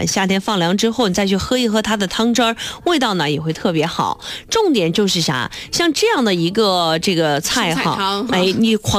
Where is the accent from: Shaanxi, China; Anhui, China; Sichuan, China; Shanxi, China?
Sichuan, China; 这个我们四川人餐桌上的哲学就是万物皆可水煮